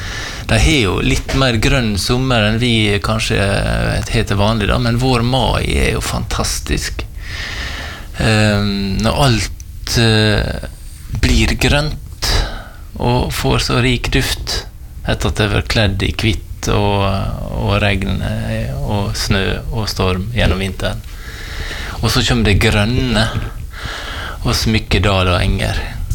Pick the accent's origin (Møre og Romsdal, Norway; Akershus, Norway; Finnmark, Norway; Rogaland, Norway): Møre og Romsdal, Norway; Valderøya; moved away; also born or lived in Trøndelag; Opprinnelig så kommer jeg fra Valdrøya. Jeg har fire barn og en kone. Alle ungene snakker trøndersk, og det kommer nok av at vi har bodd der oppe i 20 år.